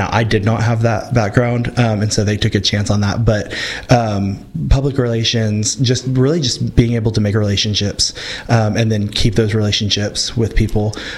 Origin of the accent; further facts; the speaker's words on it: Amarillo, Texas, United States; now in Canyon, United States; So I am originally from Amarillo, Texas. Currently live in Canyon, Texas.